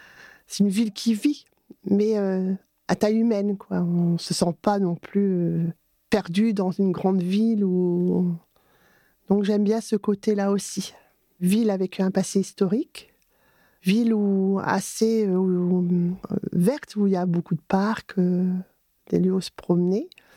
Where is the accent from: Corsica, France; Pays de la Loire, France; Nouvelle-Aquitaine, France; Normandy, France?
Normandy, France; Caen; moved away as an adult; now in Ecquevilly? near Caen, France; je suis née à Caen, je suis aide à domicile. J'interviens au niveau des domiciles de personnes qui sont en difficulté. J'ai quitté Caen il y a quelques années, mais je reviens régulièrement.